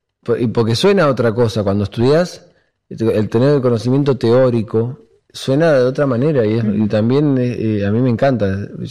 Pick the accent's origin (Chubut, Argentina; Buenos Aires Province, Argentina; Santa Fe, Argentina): Buenos Aires Province, Argentina; La Plata; now in Buenos Aires, Argentina; yo soy de La Plata, pero somos básicamente de Buenos Aires